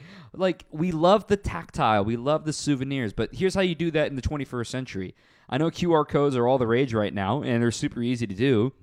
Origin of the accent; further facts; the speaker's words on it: Texas, United States; I grew up in Texas, and when my dad was working for the Rangers